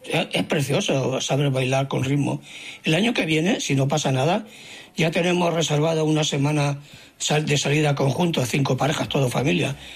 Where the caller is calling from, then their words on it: Barcelona, Catalonia, Spain; de Barcelona. Yo no tengo ritmo, pero lo intento.